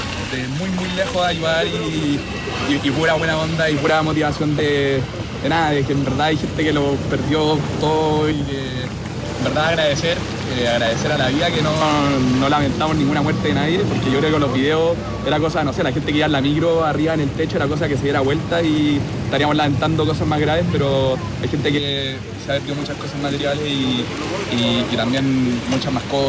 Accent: Chile; En verdad yo creo que si hay algo que nos quiera como chilenos es que vamos donde sea, cuando sea, a ayudar en la catástrofe que sea

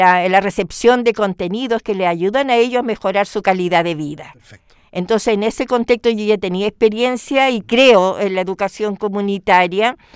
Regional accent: Valparaíso, Chile; yo soy de Valparaíso y nosotros no andamos apurados en Valparaíso como andan los santiaguinos, que me costó entender cuando empecé a venir a Santiago a trabajar

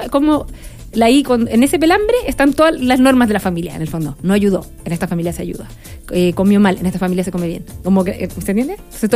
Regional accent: Chile; somos todos chilenos

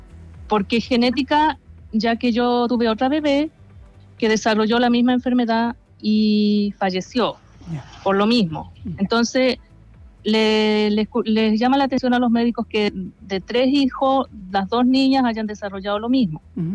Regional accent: Melipilla, Santiago Metropolitan Region, Chile; porque nosotros somos de Melipilla y nos correspondía en el San Juan de Dios

